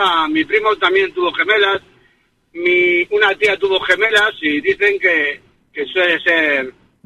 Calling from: Madrid, Community of Madrid, Spain; yo vivo en Vallecas.

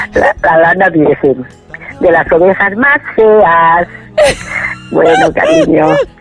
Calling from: Valencian Community, Spain; del Grau.

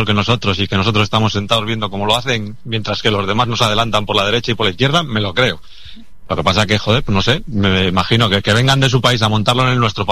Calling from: Spain; los que somos españoles

